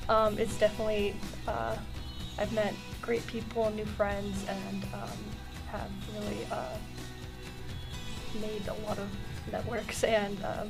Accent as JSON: {"language": "English", "town": "Austin", "region": "Texas", "country": "United States", "moved": "as an adult", "lives_now": "Boulder, United States", "said": "Yeah, I'm from Austin, Texas"}